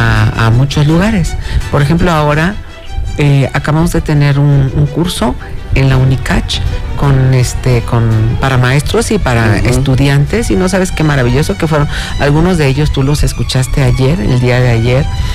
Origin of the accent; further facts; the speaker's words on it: Veracruz, Mexico; vengo de Veracruz y allá la música es muy guapachosa.